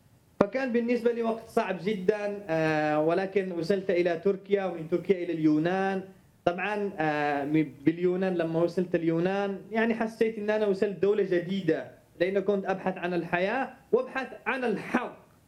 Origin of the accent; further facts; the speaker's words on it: Yemen; moved away as an adult; طبعا أنا كيمني، يعني تربيت وولدت باليمن، تربيت على ثقافة يمنية وتقاليد يمنية